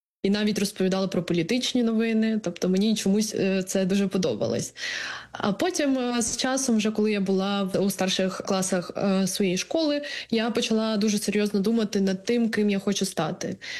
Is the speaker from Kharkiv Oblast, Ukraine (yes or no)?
yes; Kharkiv, Kharkiv Oblast, Ukraine; Так, я з Харкова. Там народилися, і кілька поколінь моєї родини проживало в Харкові.